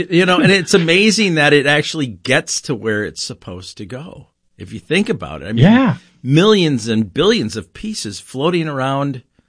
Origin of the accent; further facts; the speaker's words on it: Eagan, Minnesota, United States; No, I grew up actually down the street here from in Eagan.